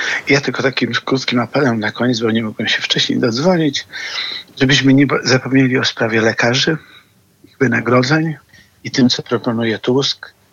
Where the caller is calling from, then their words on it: Lubusz Voivodeship, Poland; dzwonię z województwa lubuskiego